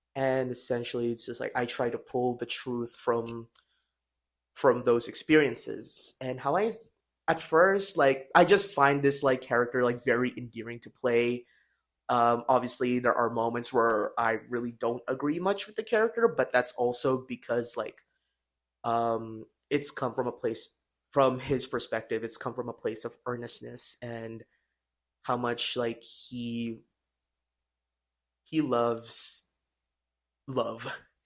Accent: Philippines; now in United States; as a Filipino immigrant myself

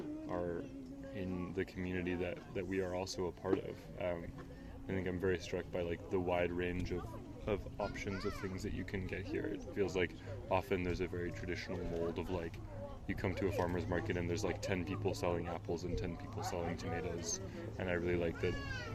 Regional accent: New York City, New York, United States; So I grew up in New York City, and I live right near Union Square, which has a big farmer's market.

